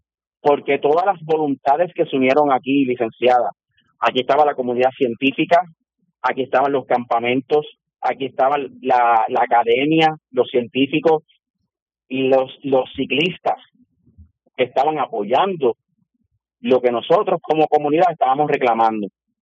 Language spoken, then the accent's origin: Spanish; Puerto Rico; a lo que somos, caribeños, puertorriqueños